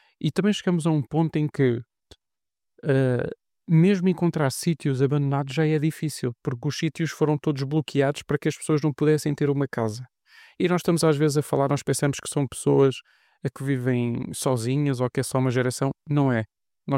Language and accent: Portuguese; Lisbon, Portugal; eu nasci em Lisboa, eu vivo em Lisboa, é a minha cidade.